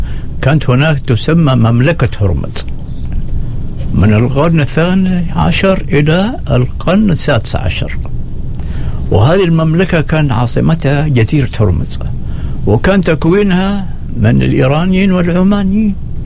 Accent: Oman; أنا لما كنت في إيران أقول لهم أنا من عمان

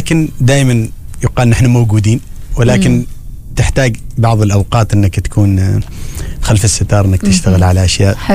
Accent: Oman; عندنا في عمان

